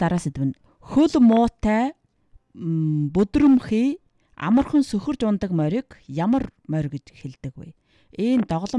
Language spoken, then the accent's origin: Mongolian; Ordos, Inner Mongolia, China; accent: Ordos dialect; Манай ордос манай ордос аман яраанд бол таан гэж хэлдэг.